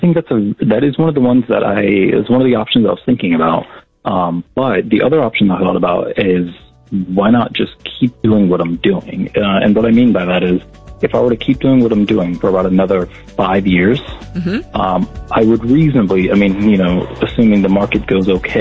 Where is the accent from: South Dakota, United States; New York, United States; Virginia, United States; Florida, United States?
Florida, United States; moved away as an adult; now in West Coast, United States; So luckily, on the West Coast, I'm from Florida, and we make crap money there.